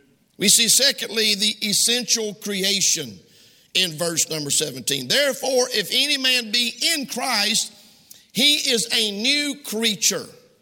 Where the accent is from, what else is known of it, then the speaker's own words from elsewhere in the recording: Samoa; And man, I grew up in Samoa as a kid. That was awesome.